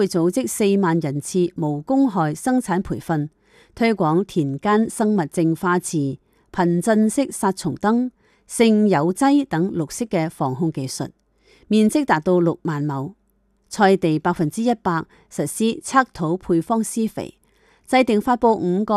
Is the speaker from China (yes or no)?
no; Thailand; 我们泰国人是很喜欢云南菜的，一般高级的酒店都喜欢我们云南菜。